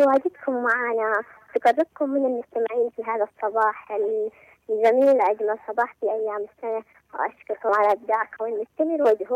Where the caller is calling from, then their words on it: Marib, Yemen